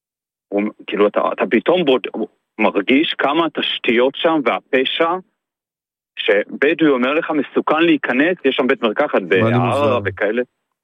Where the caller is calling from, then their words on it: Nesher, Haifa District, Israel; אנחנו חיים, אני חי בנשר, יש פה חוץ עם בתי חולים, מוקדים, סופר פארם שפתוחים 24-7